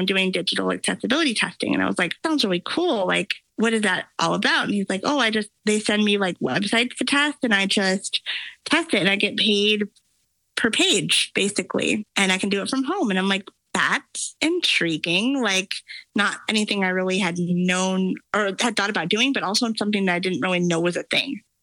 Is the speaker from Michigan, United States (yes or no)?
yes; Michigan, United States; now in California, United States; I'm from Michigan.